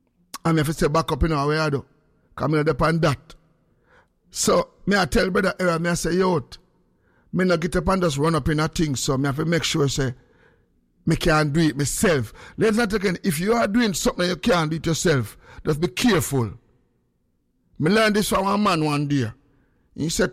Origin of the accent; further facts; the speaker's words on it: Jamaica; Especially when you're in a business as a Jamaican.